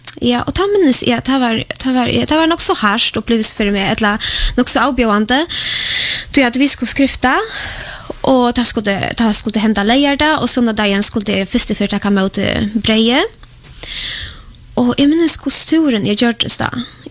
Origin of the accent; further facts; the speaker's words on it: Poland; Swedish is a second language; now in Sweden; Jag är född och uppvuxen i Polen.